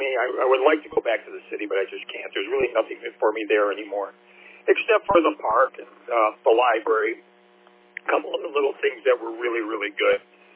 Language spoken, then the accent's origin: English; St. Clair Shores, Michigan, United States; moved away; St. Clair Shores still rocks, in my opinion. It was my hometown.